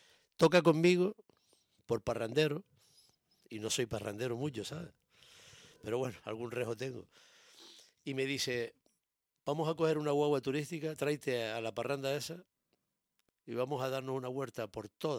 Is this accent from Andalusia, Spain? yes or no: no; Canary Islands, Spain; also born or lived in Santa Cruz de Tenerife; Nah, desde los 2 años estoy en Gran Canaria.